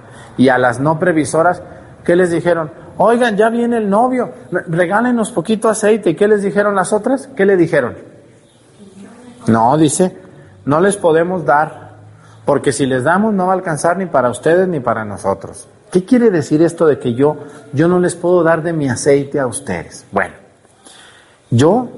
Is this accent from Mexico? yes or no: yes; Mexico; ¿qué hacemos los mexicanos?